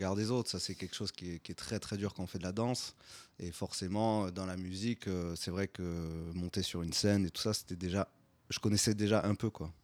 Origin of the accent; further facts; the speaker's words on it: Léguevin, Occitanie, France; born there; also born or lived in Bourg-la-Reine / Vélizy-Villacoublay / Muret; 8-9 ans et c'est à cet âge-là après qu'on est parti dans le sud à Muret, un an à Muret et après à Léguevin. J'ai fait toute mon adolescence à Léguevin.